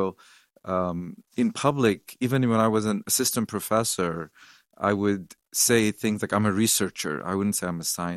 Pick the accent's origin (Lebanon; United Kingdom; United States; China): Lebanon; moved away; I'm an immigrant from Lebanon of Armenian origin